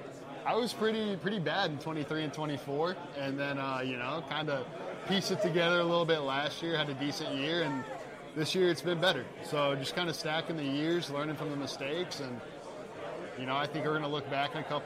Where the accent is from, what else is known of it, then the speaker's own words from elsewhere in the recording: Kansas City, Missouri, United States; From Kansas City, Missouri.